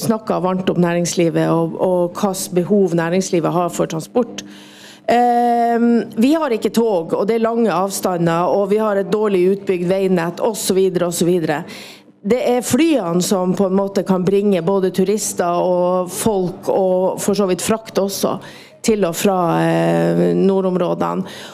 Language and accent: Norwegian; Sørøya, Finnmark, Norway